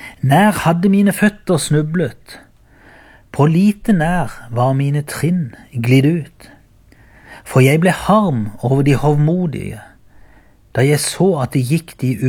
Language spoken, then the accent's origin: Norwegian; Byremo, Agder, Norway